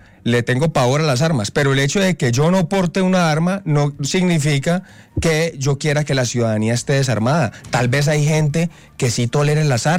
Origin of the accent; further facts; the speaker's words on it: Cali, Valle del Cauca, Colombia; Claro, un saludo aquí a toda mi tierra, Cali, el Valle del Cauca.